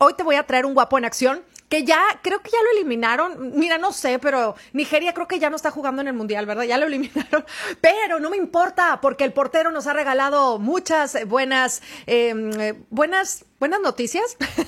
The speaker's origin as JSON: {"language": "Spanish", "country": "Mexico", "said": "se emocionan de más, así somos los mexicanos, la euforia de México"}